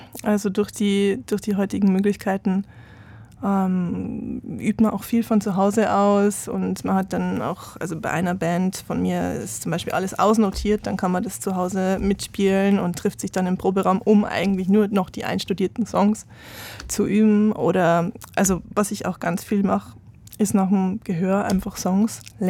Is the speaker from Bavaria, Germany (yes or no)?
yes; Bavaria, Germany; born or raised there